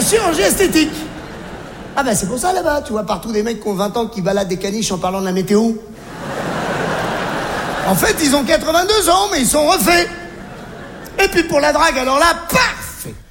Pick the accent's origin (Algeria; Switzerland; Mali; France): Algeria; born there